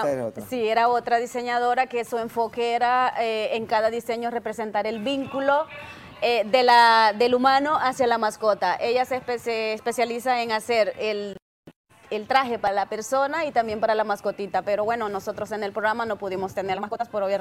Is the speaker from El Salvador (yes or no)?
yes; El Salvador; now in Spain; No, soy del Salvador, por supuesto.